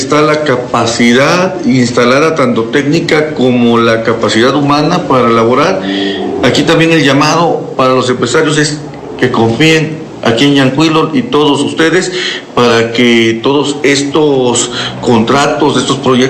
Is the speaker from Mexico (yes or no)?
yes; Puebla, Mexico; Y la verdad, como poblano, pues nos da mucho gusto saber que se está trabajando en esto